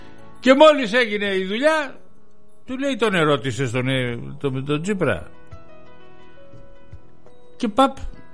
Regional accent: Greece; εμείς ως Έλληνες και ως ψηφοφόροι

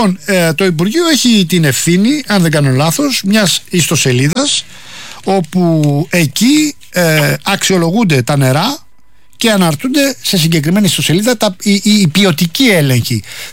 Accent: Rafina, Attica, Greece; Το μπάνο στην πατρίδα μου στη Ραφίνα που είναι καλοκαιρινή.

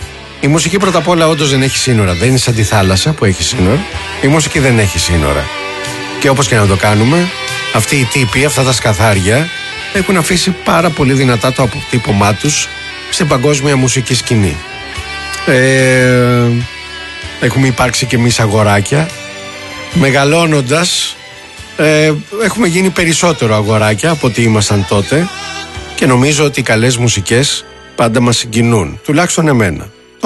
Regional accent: Molaoi, Peloponnese, Greece; στο χωριό μου στους Μολάους.

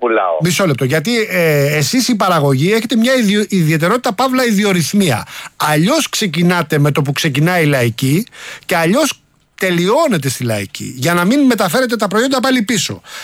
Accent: Attica, Greece; Όχι μόνο φίλοι, είμαστε και κοντοχωριανοί που λέω κι εγώ, γιατί είμαστε από την Ανατολική Αττική εκεί.

